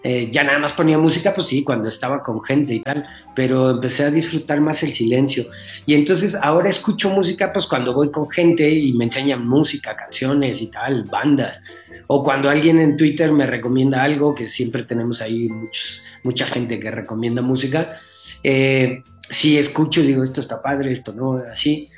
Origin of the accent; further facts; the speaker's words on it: Mexico; yo vengo de México y soy bien fan